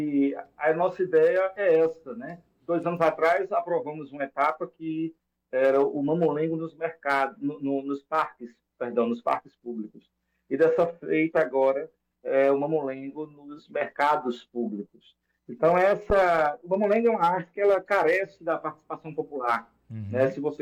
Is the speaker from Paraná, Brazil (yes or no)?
no; Pernambuco, Brazil; Eu nasci em Quiuma, entre Teuma e Carpina